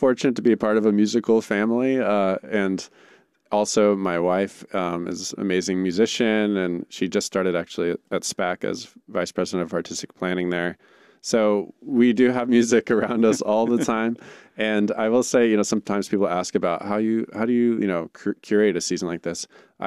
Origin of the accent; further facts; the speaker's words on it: New York, United States; growing up around Caruga Lake